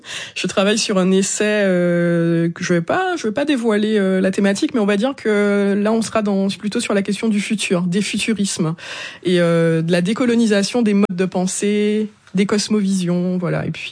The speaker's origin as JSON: {"language": "French", "country": "Martinique", "tie": "born or raised there", "moved": "as an adult", "said": "Non, moi je suis née en Martinique, j'ai grandi en Martinique"}